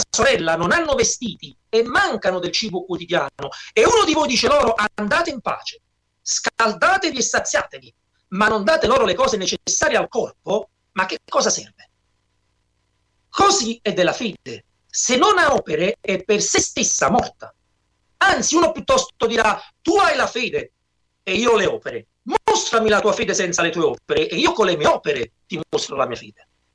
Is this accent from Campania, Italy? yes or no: yes; Naples, Campania, Italy; now in Pozzuoli, Italy; Come si sente un po' anche dalla mia accento, non credo neanche un po'. Sono nativo di Napoli, sono napoletano, vivo a Pozzuoli da moltissimi anni